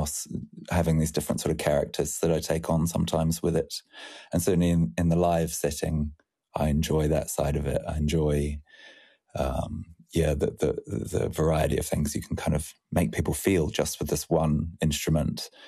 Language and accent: English; New Zealand; particularly when I was younger and growing up in New Zealand, and there weren't many songwriters around in Australasia that I really sort of aspired to be.